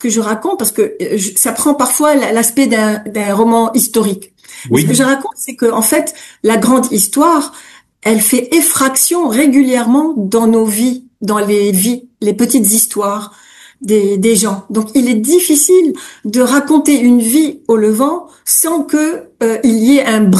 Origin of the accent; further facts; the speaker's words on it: Lebanon; first language French and Arabic; c'était carrément notre première langue, en même temps que l'arabe. Hein, on dit que les Libanais parlent le franc-banais, un mélange de français et de libanais.